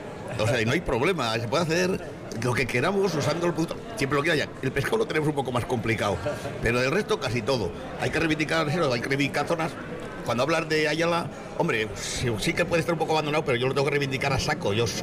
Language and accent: Spanish; Basabe, Basque Country, Spain; soy natural de Basabe, en Valdegovía.